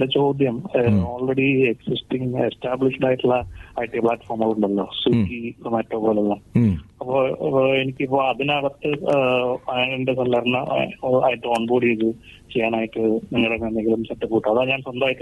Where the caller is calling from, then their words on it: Thrissur, Kerala, India; ഞാൻ തൃശ്ശൂർ നിന്നാണ്.